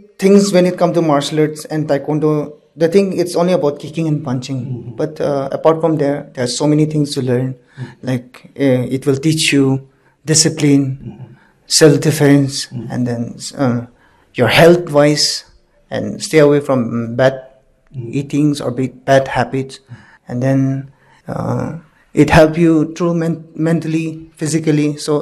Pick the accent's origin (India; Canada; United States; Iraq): India; Dimapur, Nagaland; I am from India, and apart from India, I'm from the small state, Dimapur, very small state.